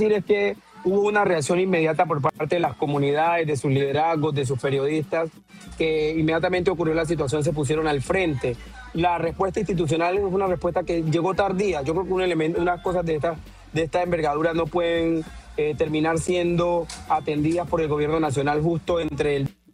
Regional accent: Buenaventura, Valle del Cauca, Colombia; desde Buenaventura, mi tierra querida

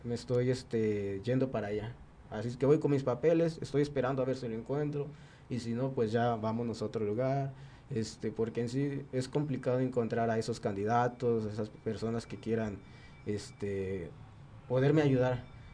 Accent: Guerrero, Mexico; Yo soy de Locotito, Guerrero

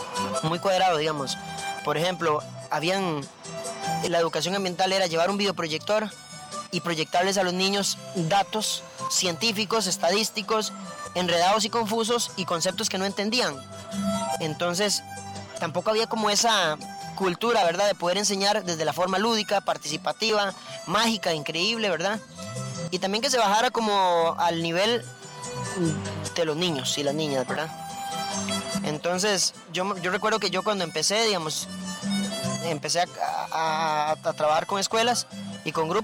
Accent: Limón, Costa Rica; now in Siquirres, Costa Rica; yo soy cuentero costarricense

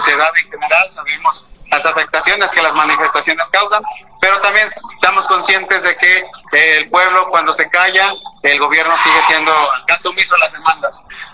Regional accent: Mexico

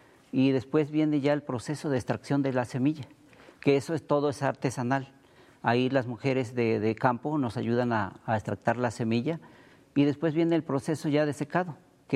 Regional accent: Colipa, Veracruz, Mexico; Nosotros venimos del municipio de Colipa, La Piedrilla, municipio de Colipa.

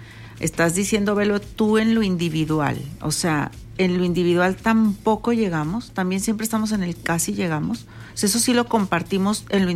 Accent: Mexico; sí me considero mexicana

